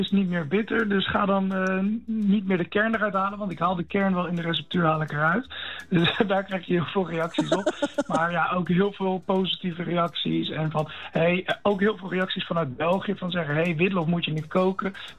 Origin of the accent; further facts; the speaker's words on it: Netherlands; accent: Westlands; Wij doen gewoon efficiënt, Dutch efficiency.